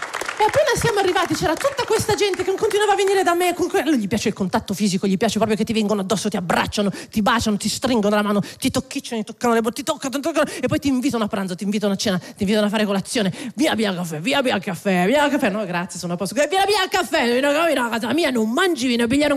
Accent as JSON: {"language": "Italian", "town": "Sondrio", "region": "Lombardy", "country": "Italy", "said": "Il fatto è che io sono di su. Sono di tanto su. Se sono di su, io sono di Sondrio. Tu lo sai dove è Sondrio?"}